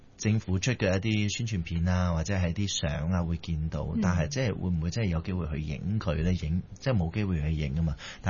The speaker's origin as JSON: {"language": "Cantonese", "town": "Ipoh", "region": "Perak", "country": "Malaysia", "tie": "born or raised there", "said": "我喺怡寶長大。"}